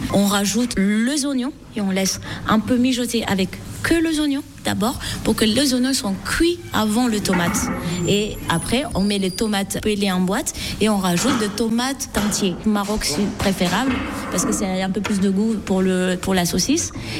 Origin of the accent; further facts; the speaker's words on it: Madagascar; now in Le Vigan, France; Chez nous, à Madagascar